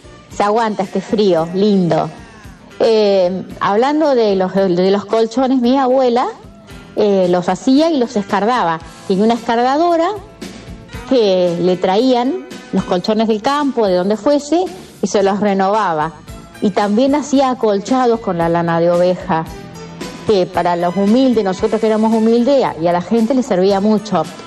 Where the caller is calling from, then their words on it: Puán, Buenos Aires, Argentina; acá … de Puan